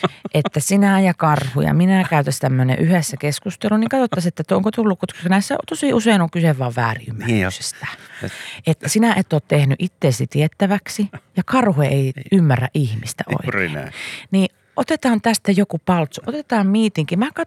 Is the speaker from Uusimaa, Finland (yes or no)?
no; Tampere, Pirkanmaa, Finland; minä oon Tampereelta. Minä oon 38-vuotias.